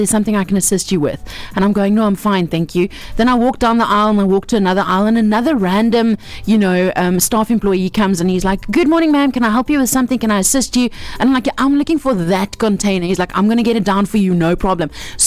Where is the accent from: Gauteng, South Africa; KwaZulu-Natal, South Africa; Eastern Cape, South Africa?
Gauteng, South Africa; Pretoria; now in Cape Town, South Africa; so I'm from Pretoria, Marcel, and there wasn't a Mambo's. So when I moved to Cape Town, I was like, what store is this?